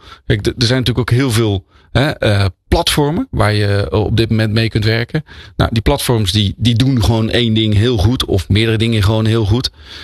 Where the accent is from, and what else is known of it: Netherlands